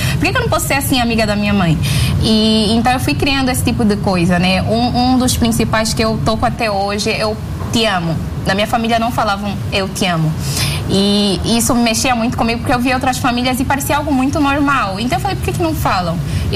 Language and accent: Portuguese; Angola; now in Brazil; Eu venho de uma cultura, sou africana, eu venho de uma cultura totalmente diferente. Eu enxergo que aqui vocês brasileiros são mais amorosos, são mais acolhedores e tudo mais. Não que isso de fato não exista em Angola